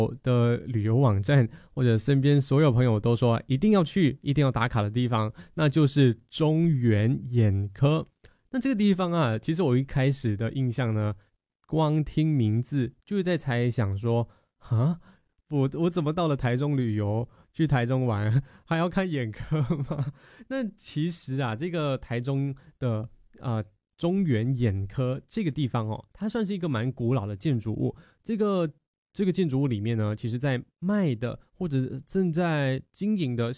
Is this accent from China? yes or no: no; Malaysia; 对于我们马来西亚人来说。新村是我们华人居住的一个地方